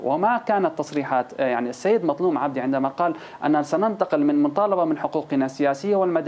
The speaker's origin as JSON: {"language": "Arabic", "country": "Syria", "said": "أن نصل كسوريين إلى هذا المطلب."}